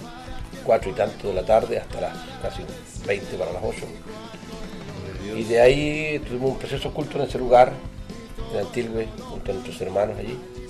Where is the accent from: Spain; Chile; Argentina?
Chile; somos chilenos, no podemos negarlo.